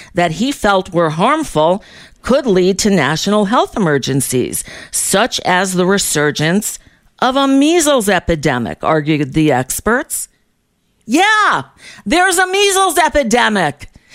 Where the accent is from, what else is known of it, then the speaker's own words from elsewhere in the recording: New York, United States; I grew up in New York